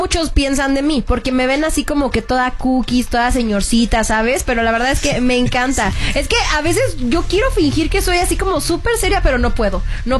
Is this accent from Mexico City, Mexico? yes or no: no; Acapulco, Guerrero, Mexico; una chavita guerrerense, acapulqueña, 25 años, soltera.